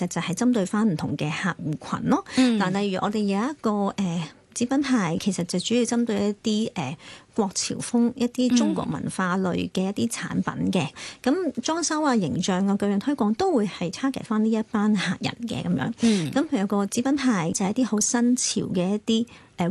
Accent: Hong Kong; 我哋香港人

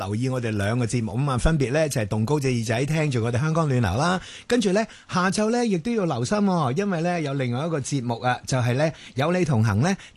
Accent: China; 我哋中国人非常关注嘅大暑啦

